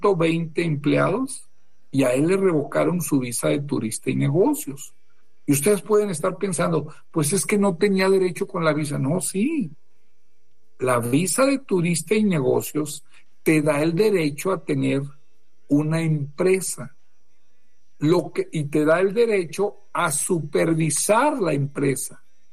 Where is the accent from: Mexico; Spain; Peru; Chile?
Mexico; Torreón, Coahuila; accent: norteño; moved away; como decimos ahí en el norte, acuérdense que soy de Torreón. Me cayó re bien que todos hablaban igual que yo, muy norteño, porque yo acá no me se ríen a veces mi tono norteño que tengo